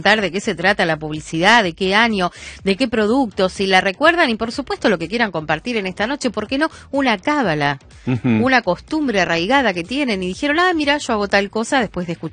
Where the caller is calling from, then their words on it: Villa Martelli, Buenos Aires Province, Argentina; Hola Marcelo, hola Nora … de Villa Martelli. Los estoy escuchando en esta nochecita que hace frío y se siente.